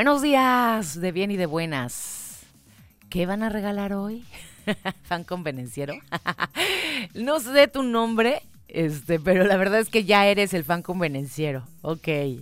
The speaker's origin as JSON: {"language": "Spanish", "country": "Mexico", "said": "a mí me dio muchísimo gusto como mexicanos."}